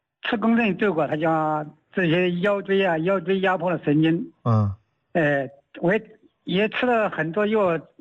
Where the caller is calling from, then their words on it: Anji, Zhejiang, China; 我是湖州安吉。